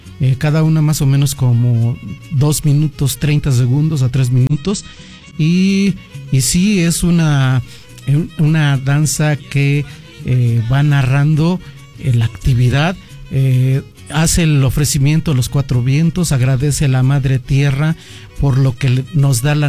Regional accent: Tepeapulco, Hidalgo, Mexico; como soy de la altiplanicie pulquera, de los llanos de Apan, y donde existen en mi municipio de Tepepulco muchas haciendas pulqueras

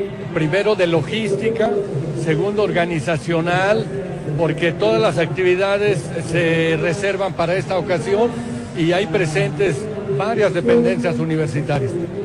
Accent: Pachuca, Hidalgo, Mexico; Yo soy de Pachuca, Hidalgo, yo soy hidalguense, he vivido toda mi vida aquí

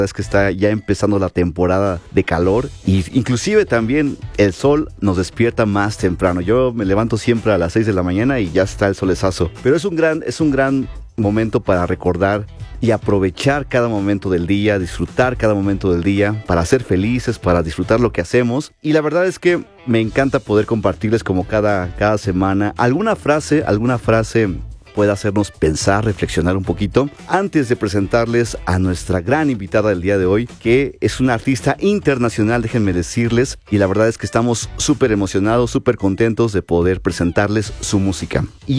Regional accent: Mexico; nuestro público mexicano

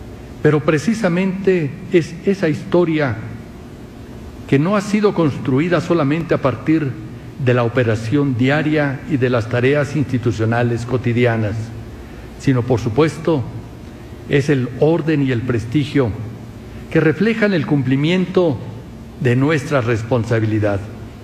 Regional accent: Mexico; su presencia nos hace sentir orgullosos como universidad y como mexicanos.

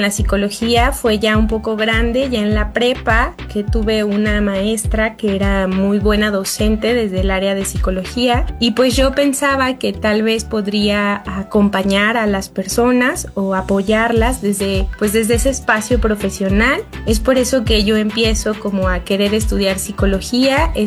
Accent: San Agustín Tlaxiaca, Hidalgo, Mexico; yo soy pues originaria de la comunidad de San Juan Solís Hidalgo, perteneciente a San Agustín Tlaxiaca.

